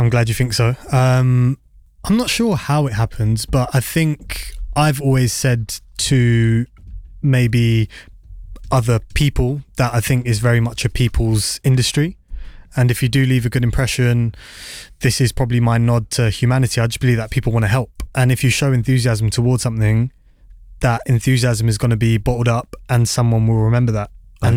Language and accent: English; Slough, South East England, United Kingdom; I grew up in Slough, in Manor Park, quite multicultural